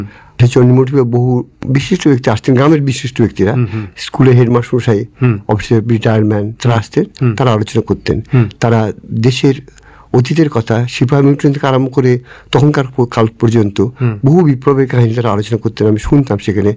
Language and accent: Bangla; Rajpur, West Bengal, India; আমি যে পরিবেশে মানুষ হয়েছি রাজপুর ইউনিভার্সিটির আন্ডারে